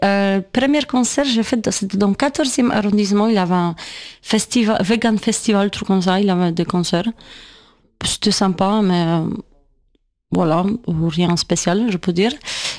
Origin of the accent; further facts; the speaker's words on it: Poland; French is a second language; moved away as an adult; also born or lived in England; now in France; j'habitais en Angleterre 2007, et après je rentre en Pologne 2008 pour continuer mes études.